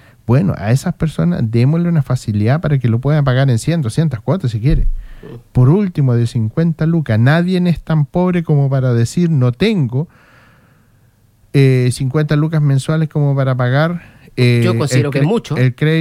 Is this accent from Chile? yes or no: yes; Chile; lo que nosotros veíamos como chilenos, la desigualdad, siendo nosotros nativos de esta patria